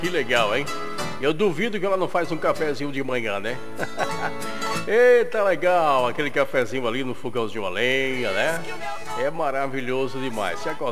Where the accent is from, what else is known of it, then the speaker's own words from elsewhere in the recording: Rui Barbosa, Bahia, Brazil; born there; Eu nasci aí nessa região, viu? Sou da região de Rui Barbosa, Lagoa dos Negros. Olha aí, hein? É a minha terra, minha terrinha